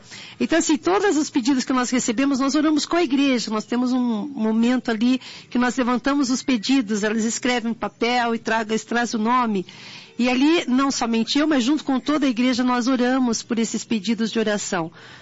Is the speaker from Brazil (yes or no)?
yes; São Paulo, Brazil; moved away as an adult; also born or lived in Bahia; Eu porém fui criada em São Paulo.